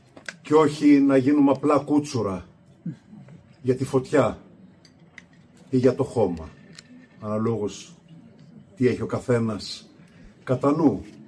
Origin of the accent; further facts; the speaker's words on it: Monemvasia, Peloponnese, Greece; Και εγώ είμαι από τη Μονεβασιά η καταγωγή μου. Εκεί γεννήθηκα και μεγάλωσα. Έχουμε στον τόπο μου κάτω ελιές 2.000 ετών, τεράστιες.